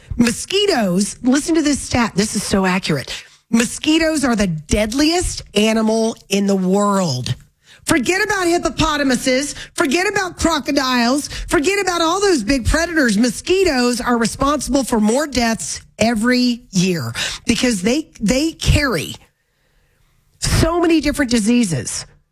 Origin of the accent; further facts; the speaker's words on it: Florida, United States; moved away; growing up in Florida, mosquitoes are a ubiquitous part of your existence there.